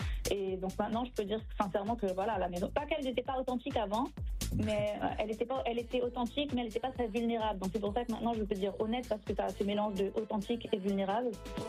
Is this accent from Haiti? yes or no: yes; Haiti; Et il y a une chanson dans notre culture qui s'appelle